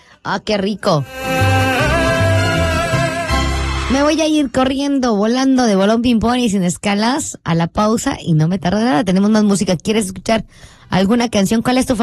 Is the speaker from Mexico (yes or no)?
yes; Yucatán, Mexico; Pero como somos buenos yucatecos, el tradicional panuche salbut no falta en sábado.